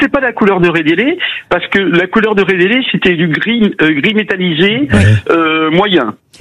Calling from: Nouvelle-Aquitaine, France; je suis de Gironde.

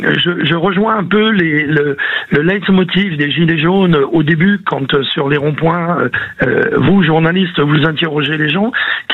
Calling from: Paris, Île-de-France, France; Je suis parisien, donc je me promène beaucoup dans Paris.

